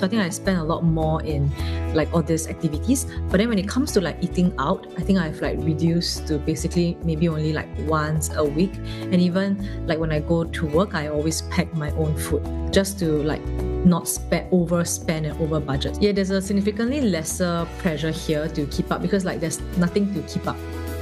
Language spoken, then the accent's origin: English; Singapore; moved away; It's something that's ingrained in my mind growing up as a Singaporean that, you know, this is how I will grow old.